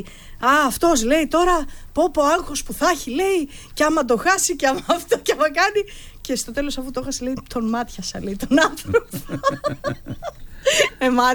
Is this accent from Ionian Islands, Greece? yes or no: yes; Ionian Islands, Greece; Και εγώ είμαι από Κεφαλονιά. Και εγώ έχω καταγωγή από Κεφαλονιά.